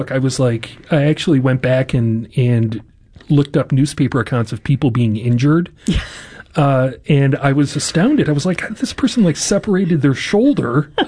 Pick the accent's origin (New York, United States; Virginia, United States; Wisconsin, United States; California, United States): New York, United States; now in St. Louis, United States; I also am not from St. Louis. I grew up in upstate New York, a very hilly part of the country